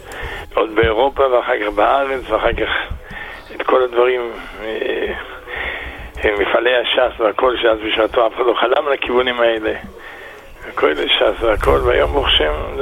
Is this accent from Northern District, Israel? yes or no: no; Bnei Brak, Tel Aviv District, Israel; born there; הבית שלנו היה ברחוב אלחריזי 6 בבני ברק